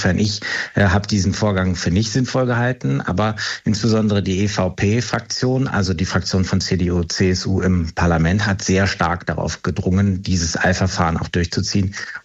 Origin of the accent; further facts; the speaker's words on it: North Rhine-Westphalia, Germany; Ich komme aus Nordrhein-Westfalen